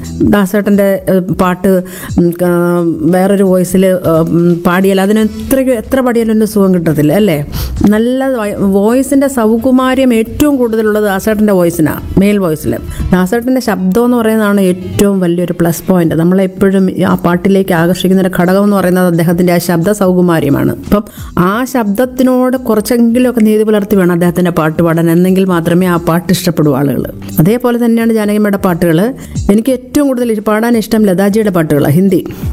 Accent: Kottayam, Kerala, India; പിന്നെ ഞാൻ കോട്ടയത്താണ് ജനിച്ചത്. അവിടെയാണ് എൻ്റെ പ്രാഥമികമായിട്ടുള്ള വിദ്യാഭ്യാസമൊക്കെ നടത്തിയിട്ടുള്ളത്.

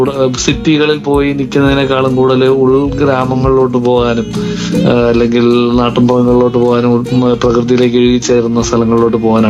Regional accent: Thiruvananthapuram, Kerala, India; also born or lived in Kuttanad; ഞാൻ ഞങ്ങളിപ്പോ ജീവിക്കുന്ന തിരുവനന്തപുരത്താണെങ്കിലും ഞാൻ പഠിച്ചു വളർന്നൊക്കെ വേണ്ടതാണ്

